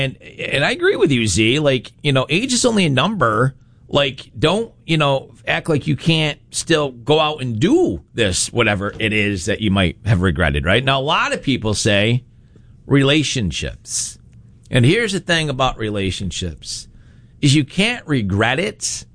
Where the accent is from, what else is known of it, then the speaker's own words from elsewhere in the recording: Rochester, New York, United States; now in Syracuse, United States; I grew up just outside of Rochester and then moved to Syracuse, and that's all I've ever done in my entire life.